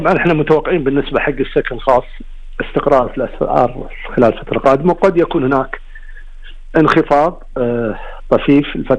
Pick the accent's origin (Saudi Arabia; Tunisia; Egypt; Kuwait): Kuwait; إحنا مشكلة عندنا في الكويت